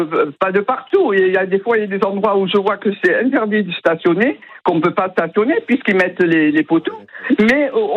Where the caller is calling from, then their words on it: Marseille, Provence-Alpes-Côte d'Azur, France; je suis marseillaise aussi